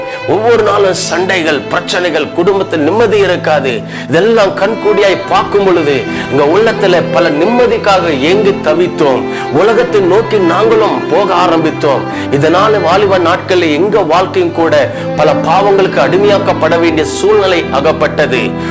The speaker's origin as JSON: {"language": "Tamil", "region": "Andhra Pradesh", "country": "India", "tie": "born or raised there", "said": "சிறிய வயது முதல் கொண்டு அந்த ஆந்திரா பகுதியில தான் நான் படித்தேன். அங்கதான் நான் வளர்க்கப்பட்டோம்."}